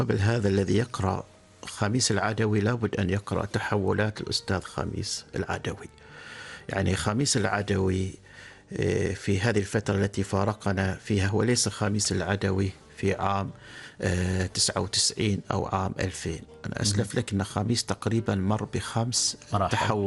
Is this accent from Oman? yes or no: yes; Oman; وأيضا لها شيء من الأهمية من جهة ثانية فيما يتعلق بالتفكير الديني عندنا في عمان.